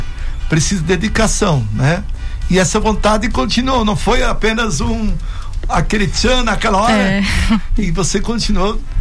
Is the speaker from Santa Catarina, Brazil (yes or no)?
yes; Blumenau, Santa Catarina, Brazil; born there; tem Itopava Rega Central, onde eu nasci, né? Na região da Vila Itopava.